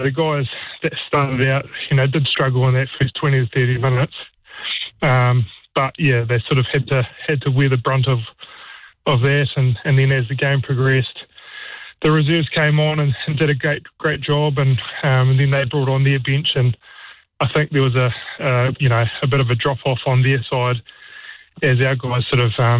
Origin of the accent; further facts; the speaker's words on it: New Zealand; as a former All Black and as a New Zealander.